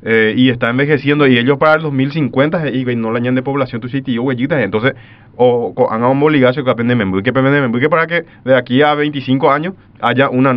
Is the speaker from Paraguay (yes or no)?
yes; Paraguay; nuestro sentido de proximidad es inmenso como paraguayo